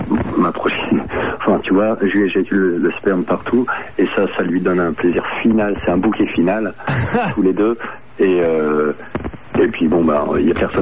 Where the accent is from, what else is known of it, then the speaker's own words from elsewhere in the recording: Paris, Île-de-France, France; moved away as an adult; now in Nice, France; j'étais à Paris pendant toute ma vie, hein, donc je suis à Nice actuellement.